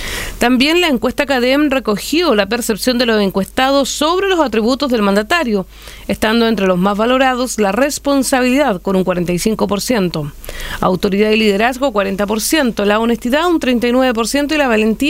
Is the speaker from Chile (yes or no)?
yes; Chile